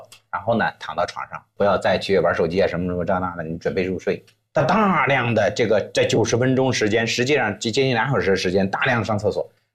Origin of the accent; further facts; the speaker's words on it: China; 那对于我们中国人而言的话呢，我们喜欢相对这个丰盛一点